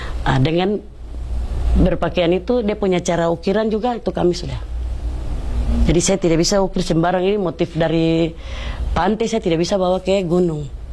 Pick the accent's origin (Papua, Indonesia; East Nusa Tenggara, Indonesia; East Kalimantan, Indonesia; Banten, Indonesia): Papua, Indonesia; saya biasa bicara dengan mereka bahwa jaga kami orang Papua, khusus ini tumpunya khas Papua ini